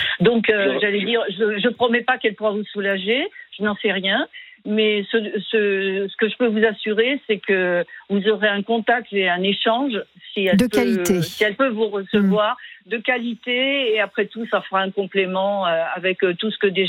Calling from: Sarlat-la-Canéda, Nouvelle-Aquitaine, France; moi je suis de Sarlat

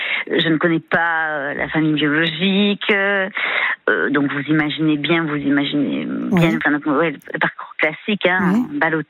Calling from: Toulon, Provence-Alpes-Côte d'Azur, France; Il fait bon encore chez nous à Toulon, voilà.

